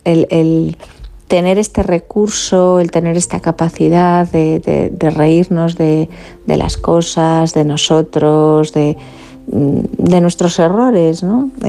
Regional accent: Galicia, Spain

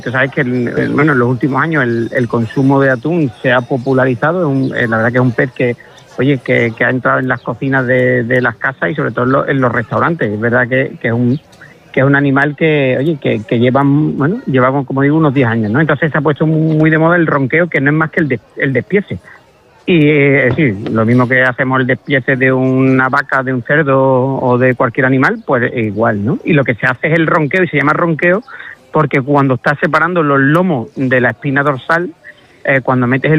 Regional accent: Huelva, Andalusia, Spain

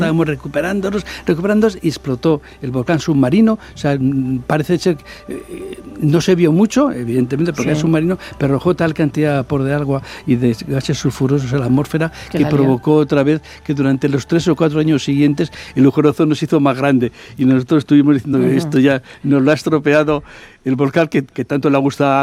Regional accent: Madrid, Community of Madrid, Spain; yo como soy de Madrid, pues dije, pues normal.

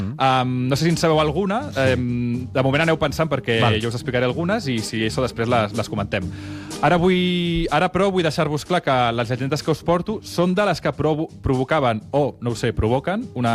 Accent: Sabadell, Catalonia, Spain; jo sóc de Sabadell

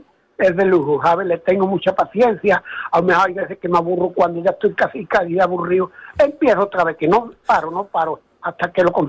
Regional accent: La Puebla de Cazalla, Andalusia, Spain; moved away as an adult; now in San Antonio, Spain; voy a punto de cumplir 75. Y una hermana mía que pinta en mi pueblo, que soy de la Puebla de Cazalla, ¿eh?, de Sevilla, pero llevo aquí ya 31 años.

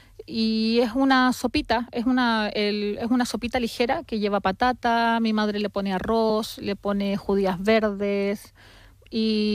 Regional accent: Concepción, Biobío, Chile

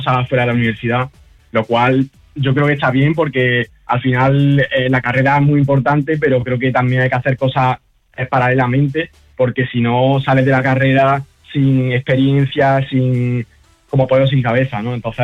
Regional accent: Granada, Andalusia, Spain; also born or lived in Almería / Pinos Genil; Bueno, yo nací en Almería, pero luego nos mudamos a Granada cuando yo era joven. Y bueno, he vivido en un pequeño pueblo de Granada unos cuantos años, en Pino Genil, y luego ya me mudé a Granada capital, al Zaidín.

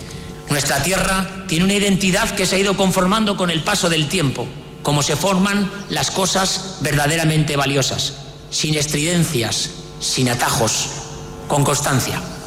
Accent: La Rioja, Spain; Somos riojanos, somos españoles y ciudadanos de un mundo a cuya mejora y futuro también queremos contribuir desde La Rioja.

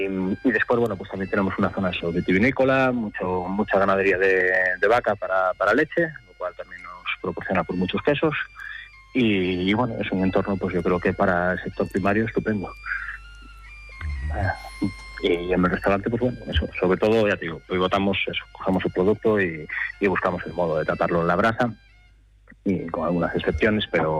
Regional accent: Chantada, Galicia, Spain; Sí, ya nací en Chantada de toda la vida.

